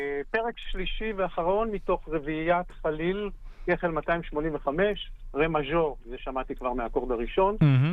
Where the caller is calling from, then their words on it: Tzoran, Central District, Israel; מהבית בצורן, בצורן.